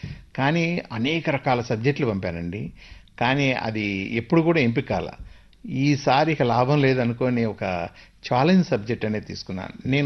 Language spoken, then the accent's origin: Telugu; Undavalli, Andhra Pradesh, India; moved away as an adult; also born or lived in Vijayawada / Nagpur; నాది బాల్యం అంతా కూడా ఉండవల్లిలోనే జరిగిందండి. స్టడీస్ అన్నీ కూడా ఉండవల్లి పెనుమాక జరిగింది. ఆ తర్వాత విజయవాడలో జరిగింది.